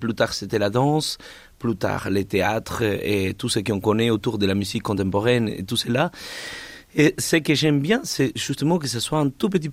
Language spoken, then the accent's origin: French; Argentina; now in Geneva, Switzerland; Oui, je dois dire que, comme je viens de l'Argentine, vous pouvez imaginer, et que les quartiers à Buenos Aires ou même à La Plata sont des quartiers qui sont des petites villes et chacun.